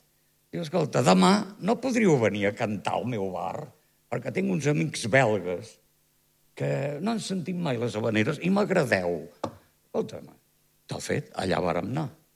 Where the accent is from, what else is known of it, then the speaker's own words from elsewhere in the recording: Palafrugell, Catalonia, Spain; senyores i senyors, som del poble de Palafrugell. Un poble, una vila plena de tapers, plena de pescadors i plena de cantaires.